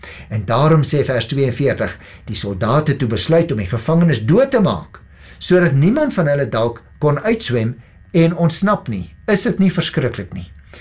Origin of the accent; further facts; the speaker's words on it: Paarl, Western Cape, South Africa; ek kom daarom van die Perl af, so ek verstaan so ietsie van die see